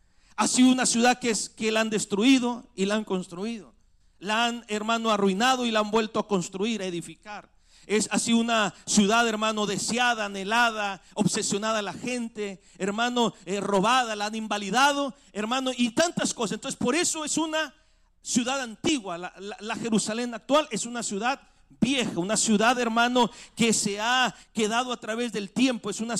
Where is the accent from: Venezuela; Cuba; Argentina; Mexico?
Mexico; Nosotros decimos, somos mexicanos, ¿verdad? Mi ciudad está en tal parte, en el norte del país, en el sur, en el centro.